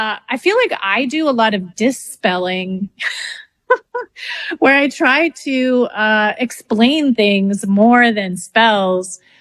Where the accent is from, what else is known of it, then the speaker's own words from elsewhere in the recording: Canada; And I'm French Canadian.